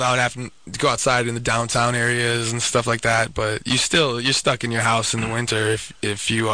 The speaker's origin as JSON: {"language": "English", "town": "Minneapolis", "region": "Minnesota", "country": "United States", "tie": "born or raised there", "said": "we're from Minneapolis, that guy, me, and it's really cold there right now"}